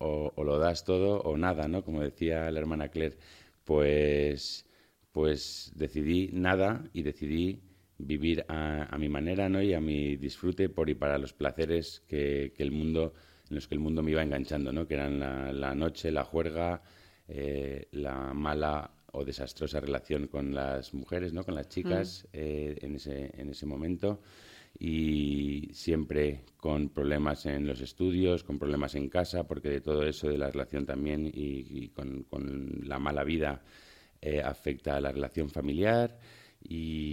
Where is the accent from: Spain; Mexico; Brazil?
Spain; Madrid, Community of Madrid; born there; Porque yo nací en Madrid, aunque mi familia viene del norte, de Bilbao, y las raíces de mi madre también son del norte. Siempre hemos tenido la familia, la base en Madrid.